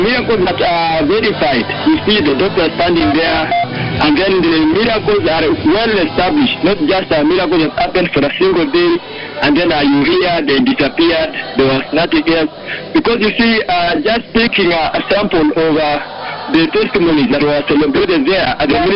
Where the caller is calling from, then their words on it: Kakamega, Kakamega County, Kenya; I'm calling you from Kakamega.